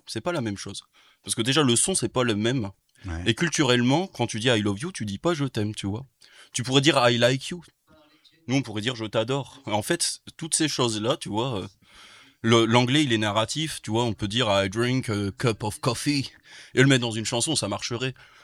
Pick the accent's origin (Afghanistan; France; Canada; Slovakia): France; Nous on est français, donc en fait on n'a pas ce recul là